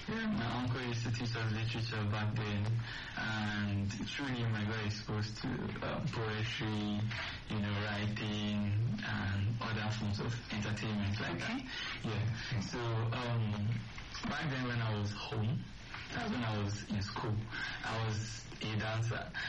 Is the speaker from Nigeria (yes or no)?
yes; Okene, Kogi, Nigeria; I'm from Kogi State, Okene in particular.